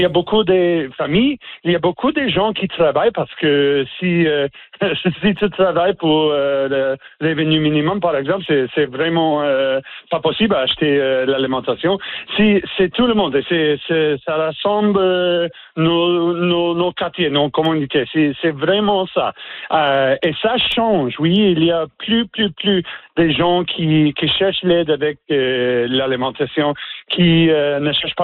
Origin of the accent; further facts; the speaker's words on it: Newfoundland and Labrador, Canada; French is a second language; chez nous, en Terre-Neuve et Labrador